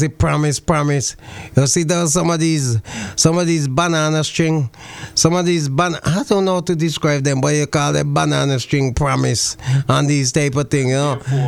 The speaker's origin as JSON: {"language": "English", "country": "St. Vincent & Grenadines", "tie": "born or raised there", "moved": "yes", "lives_now": "Antigua and Barbuda", "said": "St. Vincent, my hometown."}